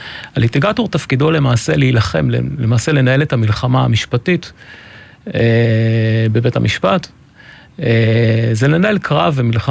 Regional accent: Haifa District, Israel; אני מושבניק, נולדתי במושב צרופה, בן להורים חקלאים, סבא וסבתא שלי היו ממייסדי המושב, משני הצדדים.

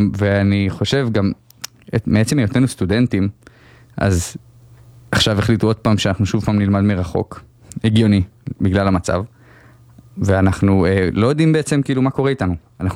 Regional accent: Beit HaShita, Northern District, Israel; תחזור רגע להורים, תחזור שנייה הביתה, בוא לעמק. אני בא במקור מבית השיטה. אז ככה אמרו לי לבוא לעמק

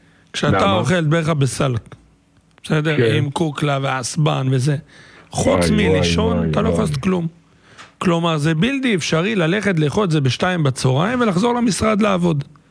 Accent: Netanya, Central District, Israel; פרדס הגדוד, שם גדלתי, אצל סבא וסבתא

